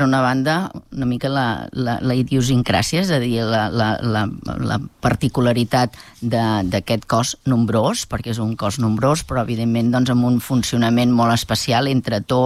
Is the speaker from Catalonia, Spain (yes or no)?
yes; Molins de Rei, Catalonia, Spain